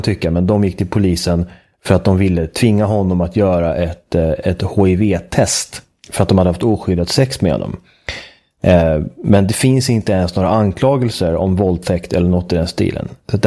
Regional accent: Sweden; mitt hemland

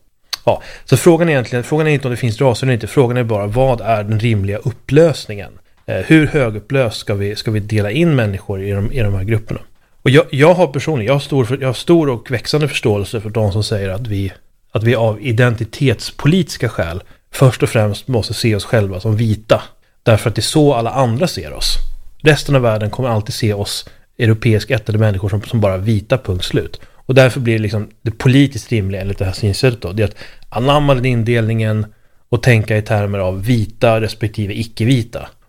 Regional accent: Sweden

